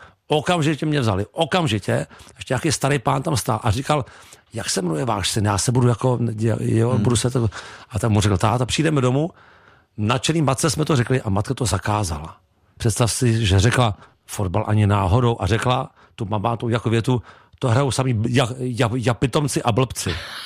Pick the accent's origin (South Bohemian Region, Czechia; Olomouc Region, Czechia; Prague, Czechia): Prague, Czechia; A narodil jsem se na bojišti Praha 2, celý život jsem jako v Praze